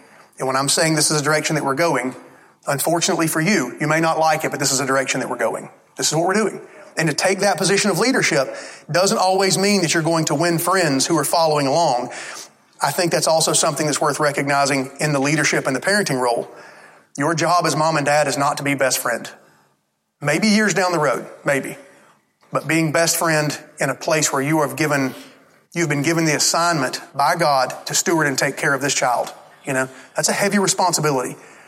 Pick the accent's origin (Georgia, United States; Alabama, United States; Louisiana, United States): Alabama, United States; I know I grew up in Alabama.